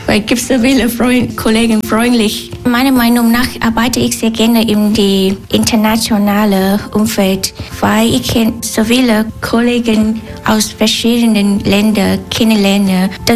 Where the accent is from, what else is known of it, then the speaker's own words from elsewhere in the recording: My Tho, Tiền Giang, Vietnam; German is a second language; now in Germany; Ich komme Süden von Vietnam, in der Nähe Ho Chi Minh Stadt, die kleine Stadt, Mei Tho Stadt.